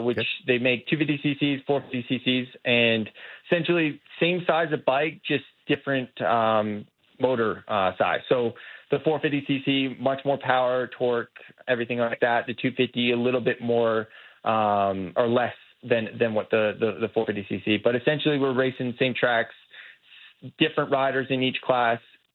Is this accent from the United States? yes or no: no; Canada; to kick it off here in my home country, no better place than Calgary